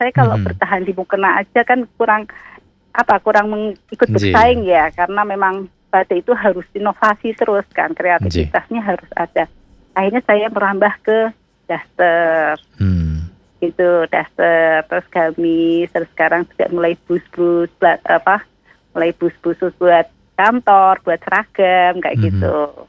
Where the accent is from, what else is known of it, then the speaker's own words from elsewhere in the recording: Pekalongan, Central Java, Indonesia; saya ini ya orang Pekalongan itu ya.